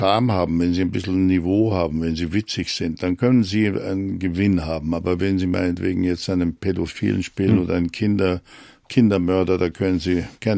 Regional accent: Germany

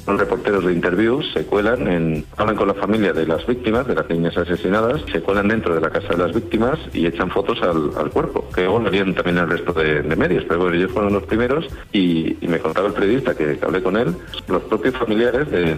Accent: Extremadura, Spain; Soy extremeño, como decías, de la Sierra de Gata

